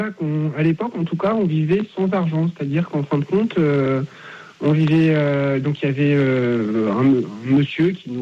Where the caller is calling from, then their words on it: Nouvelle-Aquitaine, France; Je vous appelle de Charente-Maritime.